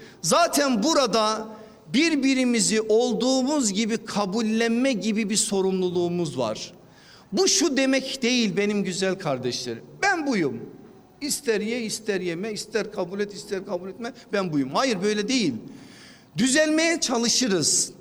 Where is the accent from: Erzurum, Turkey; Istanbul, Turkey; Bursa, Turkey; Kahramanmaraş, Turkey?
Erzurum, Turkey; Şimdi ben o evliliğe aman Trakyalıdır, ben Erzurumluyum, olmaz mı olmaz diye karşı çıkacak bir halim yok.